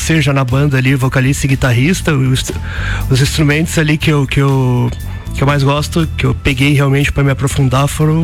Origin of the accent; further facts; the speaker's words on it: Lages, Santa Catarina, Brazil; Ah, eu fui criado aqui em Lages, hoje eu tenho 28, vou fazer 29, né?